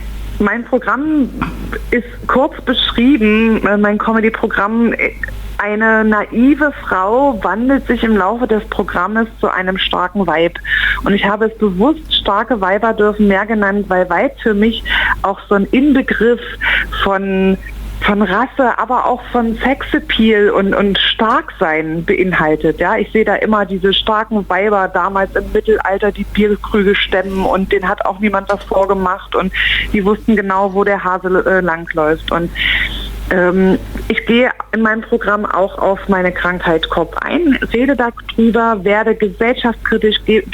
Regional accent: East Germany, Germany; Ich bin ein Kind des Ostens

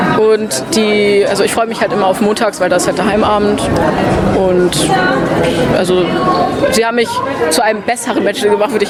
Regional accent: Norderstedt, Schleswig-Holstein, Germany; Also wir kommen aus Norderstedt, Hamburg.

